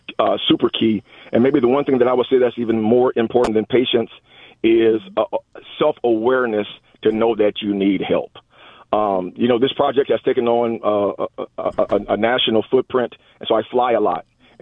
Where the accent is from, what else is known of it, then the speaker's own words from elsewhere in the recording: Jacksonville, Illinois, United States; So, again, we grew up in Central Illinois, 30 years in Jacksonville.